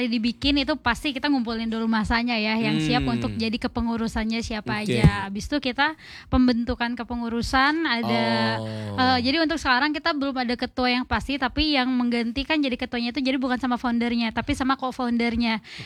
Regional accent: Sumedang, West Java, Indonesia; Pun aku sendiri aslinya dari Sumedang

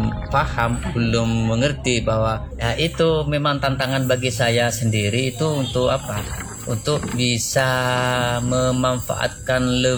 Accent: East Java, Indonesia

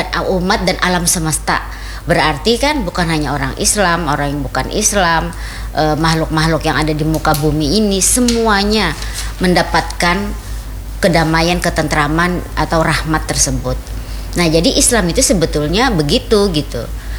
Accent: South Kalimantan, Indonesia; masyarakat kita orang Banjar

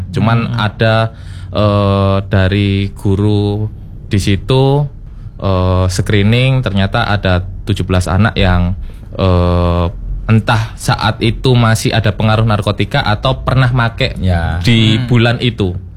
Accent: Surabaya, East Java, Indonesia; Bahwasanya saya asli Surabaya, Mas. Jadi saya asli Surabaya, kampung dan juga pinggiran kota Surabaya.

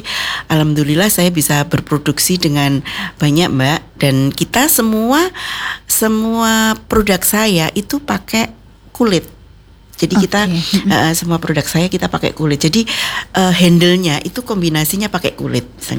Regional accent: Magelang, Central Java, Indonesia; Saya kan aslinya Magelang.

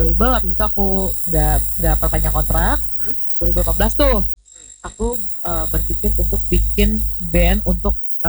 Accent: Bandung, West Java, Indonesia; Jadi kalau mau dibilang, aku kayaknya penyanyi asal Bandung ya. Karena aku tumbuh kembang tuh di Bandung.

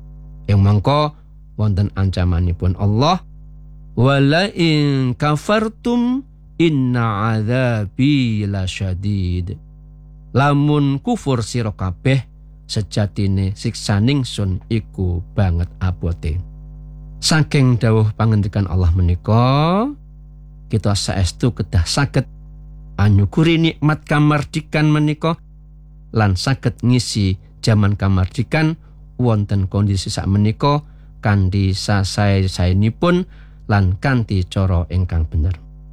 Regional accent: Java, Indonesia; Minangka tiyang Jawi, kita nggadahi warisan luhur wujud subasita, tata krama lan unggah-ungguh.

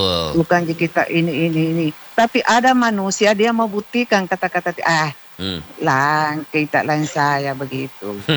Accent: South Sulawesi, Indonesia; Kita ini Bugis Makassar memang harus lebih dalam itu ilmu sirik mapace.

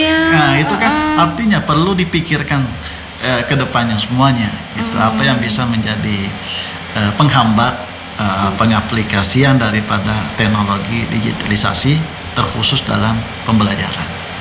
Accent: South Sulawesi, Indonesia; kearifan lokalnya kita sebagai Bugis Makassar.

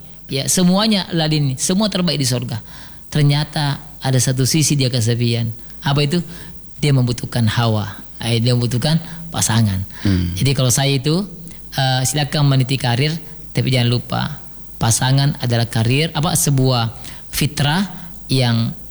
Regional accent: Sulawesi, Indonesia; apalagi kita orang Sulawesi.

